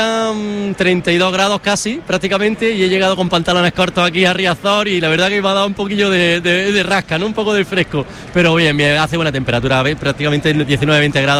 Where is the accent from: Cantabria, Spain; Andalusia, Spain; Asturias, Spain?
Andalusia, Spain; moved away; Yo soy andaluz